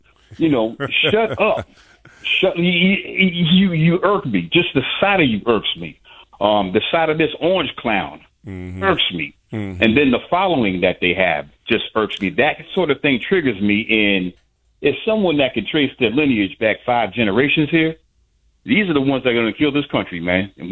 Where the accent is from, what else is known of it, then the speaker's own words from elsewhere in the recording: New England, United States; I grew up in New England, so I remember what the busing was like in Boston.